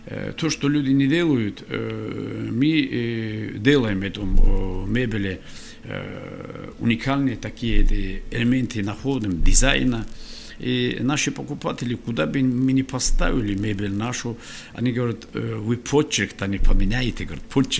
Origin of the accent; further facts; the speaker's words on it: Kharbuk, Dagestan, Russia; Мы харбукцы, я родом из Харбука.